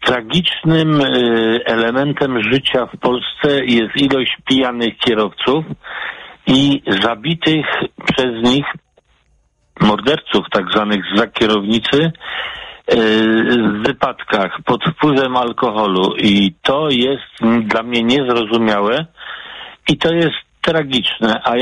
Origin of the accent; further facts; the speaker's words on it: Poznań, Greater Poland Voivodeship, Poland; kłania się rodowity Poznaniak, czyli